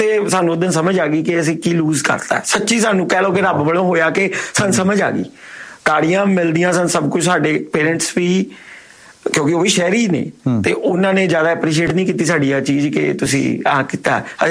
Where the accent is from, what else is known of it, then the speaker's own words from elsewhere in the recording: Chandigarh, India; moved away as an adult; also born or lived in Hisar / Adelaide; now in Melbourne, Australia; ਪਰ ਮੇਰੀ ਜੰਮਪਲ ਚੰਡੀਗੜ੍ਹ ਦੀ